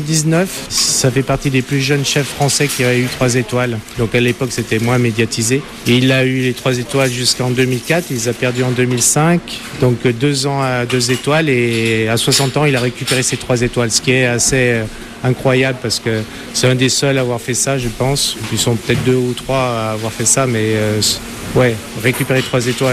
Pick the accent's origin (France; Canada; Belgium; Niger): France; Rouen, Normandy; now in Chagny, France; Voilà, ça fait maintenant 17 ans que je suis à Chagny. Je suis originaire de Rouen